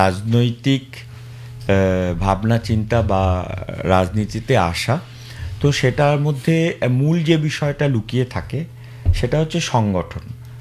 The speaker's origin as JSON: {"language": "Bangla", "town": "Raiganj", "region": "West Bengal", "country": "India", "tie": "born or raised there", "also_born_or_lived": "Siliguri", "said": "আমি রায়গঞ্জ শহরেই আমার বেড়ে ওঠা, সেখান থেকে আমার গ্র্যাজুয়েশন কমপ্লিট করা। পরবর্তীতে শিলিগুড়িতে একটি বিদ্যালয়ে চাকরির সুবাদে আমি শিলিগুড়িতে চলে যাই"}